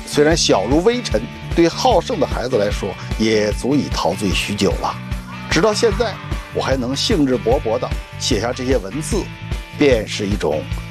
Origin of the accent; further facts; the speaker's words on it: Inner Mongolia, China; moved away; 那时候我刚30几岁啊，我就想起我当年小学生，我在内蒙古草原上，